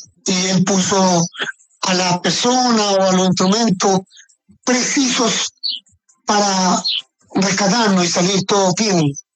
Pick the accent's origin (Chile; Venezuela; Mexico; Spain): Chile; Y nos reíamos de esa situación porque pasaban muchas cosas por la cabeza de nosotros como mineros chilenos.